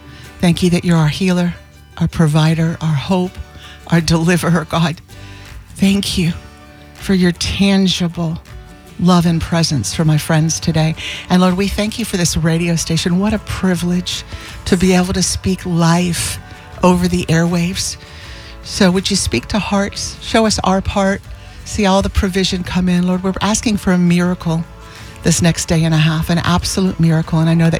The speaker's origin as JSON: {"language": "English", "town": "St. Petersburg", "region": "Florida", "country": "United States", "tie": "born or raised there", "said": "Teresa from my hometown, St. Petersburg."}